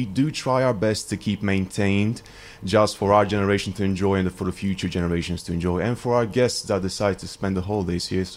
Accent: Omiš, Split-Dalmatia County, Croatia; I was born in Split, raised over there in Omiš. Growing up, it was as beautiful.

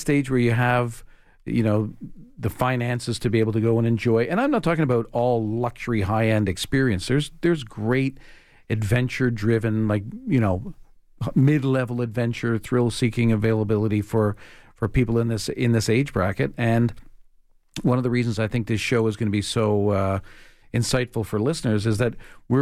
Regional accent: Toronto, Ontario, Canada; I'm from Toronto

